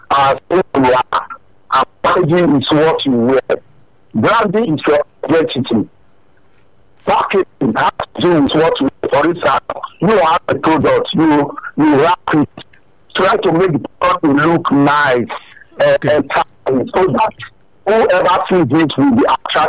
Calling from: Iduro, Nigeria; calling from Iduro.

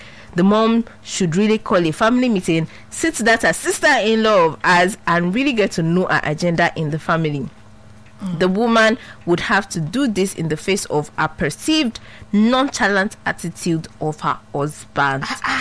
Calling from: Ogun, Nigeria; Hello, good evening. … from Ejigun, Ogun State. First time listener.

